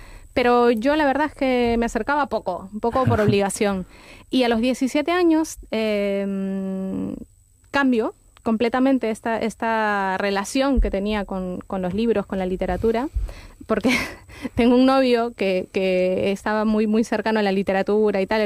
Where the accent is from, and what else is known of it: Peru; now in Spain